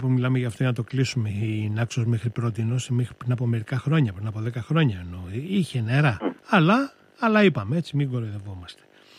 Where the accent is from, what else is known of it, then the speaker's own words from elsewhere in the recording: Naxos, South Aegean, Greece; διότι έχει πολύ μεγάλη σημασία σε σχέση με το νησί μου, παραδείγματος χάρη την Άξο, όπου υπάρχει λειψιδρία.